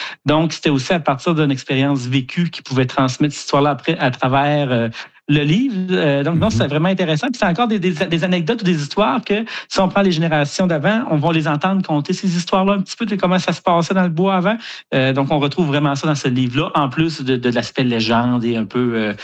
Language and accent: French; Kedgewick, New Brunswick, Canada; Puis moi, comme vous l'avez dit, j'ai grandi à Kedgewick, dans le nord du Nouveau-Brunswick.